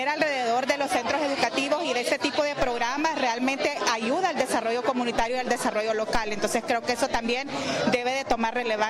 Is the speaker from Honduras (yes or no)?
yes; Tegucigalpa, Francisco Morazán, Honduras; Yo vengo de San Pedro Sula, soy de Tegucigalpa, pero vengo de San Pedro Sula.